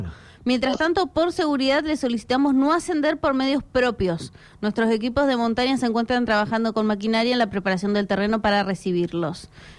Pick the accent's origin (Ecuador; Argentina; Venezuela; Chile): Argentina; Somos los argentinos los que inventamos esas canciones de cancha.